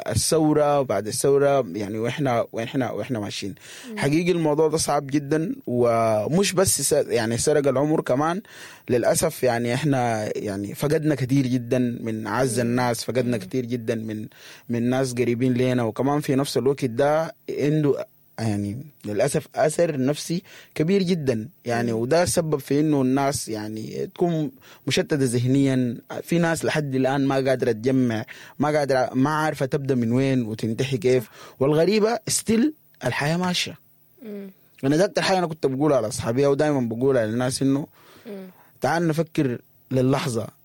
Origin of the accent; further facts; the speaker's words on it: Sudan; بتكلم عننا إحنا كشاب سوداني.